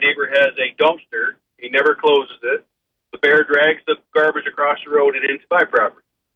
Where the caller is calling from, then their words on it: Owego, New York, United States; Hey, it's … from Owego.